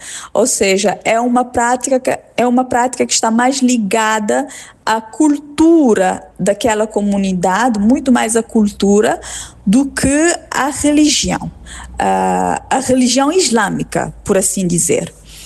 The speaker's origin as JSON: {"language": "Portuguese", "country": "Cape Verde", "said": "nós somos cabo-verdianos, estamos acostumados ao cristianismo"}